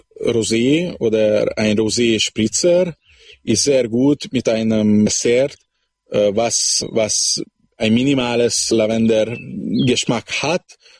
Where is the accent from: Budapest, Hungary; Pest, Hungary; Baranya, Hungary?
Baranya, Hungary; ich stamme aus Harscheid. Das ist ein schwäbisches Dorf im Komitat Braneu.